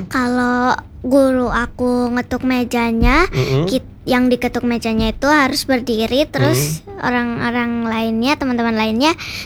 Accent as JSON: {"language": "Indonesian", "town": "Mojokerto", "region": "East Java", "country": "Indonesia", "tie": "born or raised there", "said": "Saya asli dari Jawa Timur, di Mojokerto."}